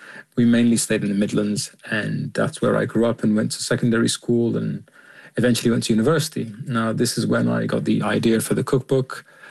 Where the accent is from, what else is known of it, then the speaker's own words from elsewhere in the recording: Sudan; also born or lived in United Kingdom; Yeah, I guess they were quite different because in Sudan, we all lived in like a large house together.